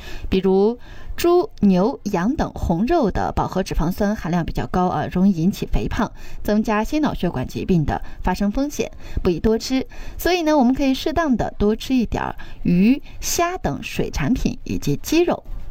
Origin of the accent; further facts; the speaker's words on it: Shaanxi, China; 其实对于我们陕西人来说啊，有一句比较幽默的话说得很好啊，说我们陕西人这一辈子都在本本分分的吃面食。